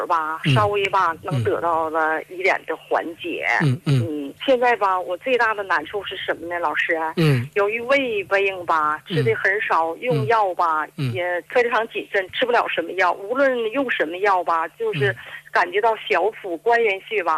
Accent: Jilin, China; moved away as an adult; now in Huai'an, China; 盛老师，我是来自吉林的听众，

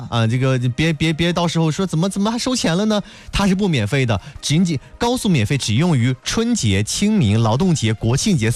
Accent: Qingdao, Shandong, China; 我们在青岛海边长大小孩

